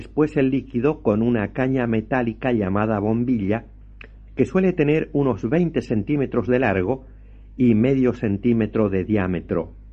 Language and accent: Spanish; Argentina; En mi país, la República Argentina